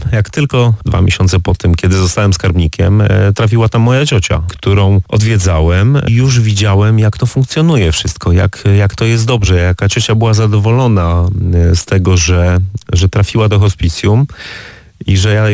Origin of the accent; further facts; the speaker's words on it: Olesno, Opole Voivodeship, Poland; ja pochodzę z Olesna